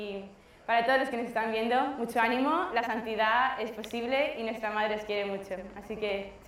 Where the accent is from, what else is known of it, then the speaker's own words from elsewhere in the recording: Santander, Cantabria, Spain; soy de Santander, España, y estoy aquí en Medjugorje